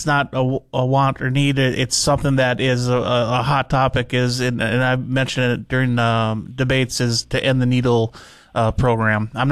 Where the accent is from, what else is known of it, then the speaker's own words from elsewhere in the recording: Fargo, North Dakota, United States; I'm from Fargo, and I got into retail when I graduated high school